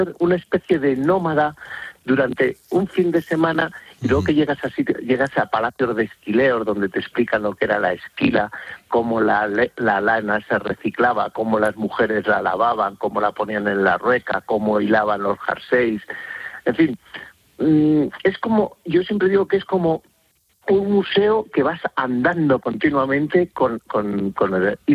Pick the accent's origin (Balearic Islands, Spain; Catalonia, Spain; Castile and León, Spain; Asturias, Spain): Castile and León, Spain; now in Madrid, Spain; Pero bueno, ¿cómo no la voy a conocer si es mi tierra? Que es que yo me crié tirando cantos a los del pueblo de arriba, a los de Navatequilla, y los de la Lastra me tiraban cantos a mí